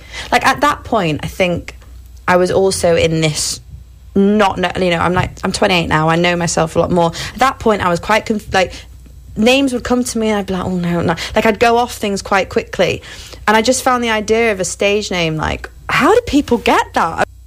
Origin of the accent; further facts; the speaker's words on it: North West England, United Kingdom; Grew up in Cheshire, which is like a little bit outside of Manchester.